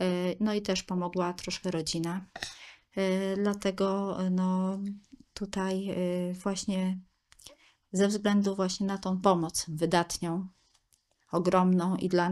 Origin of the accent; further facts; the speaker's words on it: Greater Poland Voivodeship, Poland; województwie, gdzie pochodzę z Wielkopolski, więc i tam poszukiwałam w różnych miejscach, na wioskach, w miasteczkach czy w dużych miastach.